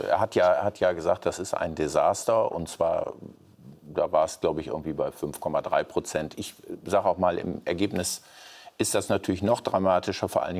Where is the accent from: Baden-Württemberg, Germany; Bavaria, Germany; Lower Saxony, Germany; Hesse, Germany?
Lower Saxony, Germany; ich komme aus Niedersachsen, erlebe das an den VW-Standorten, ich habe einen VW-Standort bei mir in meinem Wahlkreis Osnabrück